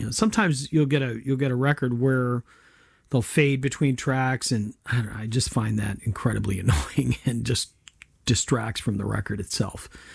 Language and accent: English; Rochester, New York, United States; accent: Rochester; is that my Rochester accent coming up?